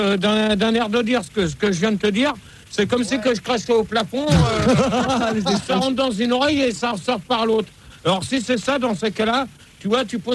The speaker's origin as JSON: {"language": "French", "town": "Marseille", "region": "Provence-Alpes-Côte d'Azur", "country": "France", "said": "Non, mais attends. Attends, parce que moi, je suis Marseillais. Moi, je supporte Marseille."}